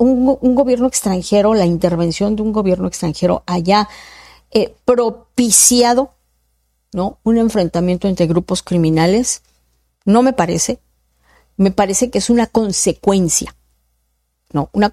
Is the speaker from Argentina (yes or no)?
no; Mexico; Y que coincidiría como mexicana